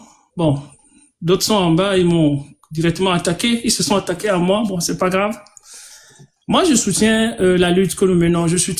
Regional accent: Togo; chez nous au Togo.

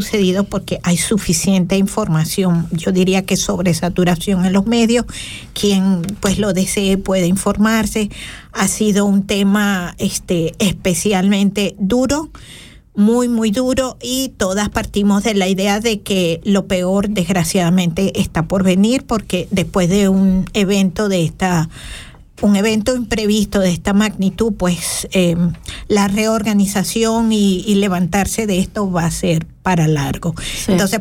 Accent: Venezuela; moved away; De quienes estamos aquí en la emisora, dos somos venezolanas por todos los lados, y una es venezolana

